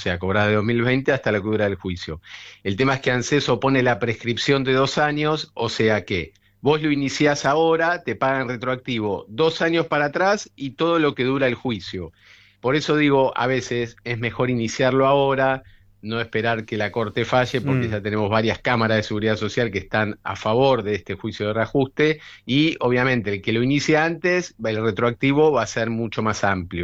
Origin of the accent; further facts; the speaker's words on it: Argentina; somos todos argentinos para el mundo.